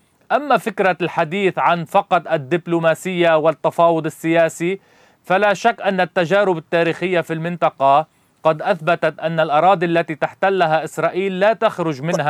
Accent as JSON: {"language": "Arabic", "country": "Lebanon", "said": "كلبنانيين"}